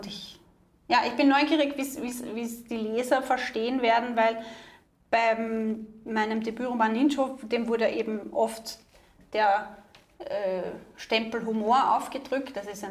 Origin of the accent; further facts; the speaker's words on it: Austria; Sagt man ja bei uns in Österreich die ledige Semmel.